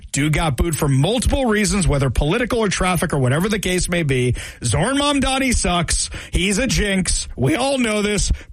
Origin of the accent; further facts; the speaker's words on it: New York, United States; When I grew up in New York, I would cuss any president, no matter which party they were from, when they showed up in town